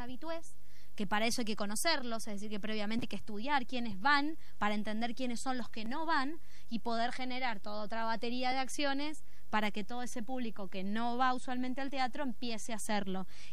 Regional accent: Santa Fe, Argentina; yo soy santafesina del sur.

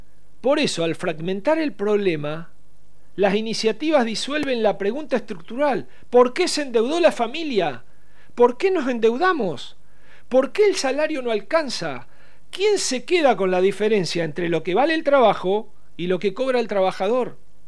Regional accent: Argentina; mi Argentina

